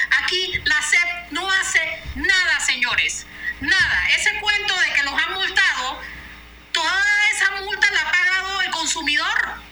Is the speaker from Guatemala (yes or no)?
no; Panama; now in Colón, Panama; nosotros como panameños